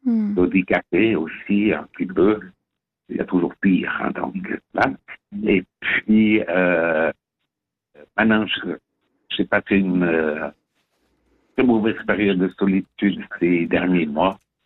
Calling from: Yverdon-les-Bains, Vaud, Switzerland; Alors j'appelle Diverdon.

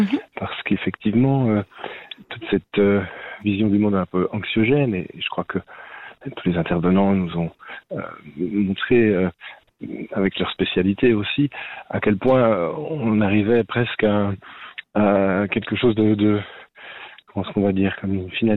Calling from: Switzerland; Alors, je suis au bord du lac de Neuchâtel, là.

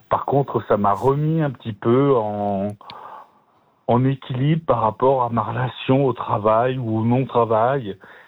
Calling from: Châtel-Saint-Denis, Fribourg, Switzerland; Quand j'avais déménagé à Châtel

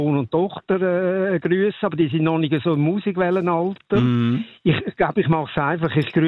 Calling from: Eastern Switzerland, Switzerland; wir in der Ostschweiz sagen denen Sandfelchen.

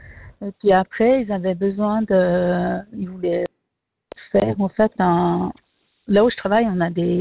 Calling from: German-speaking Switzerland, Switzerland; j'habite en Suisse allemande, je parle moins souvent le français qu'avant.

